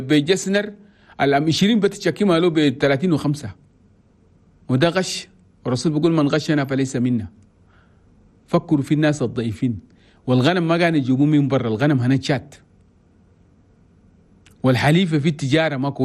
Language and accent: Arabic; Chad; أي زول تشادي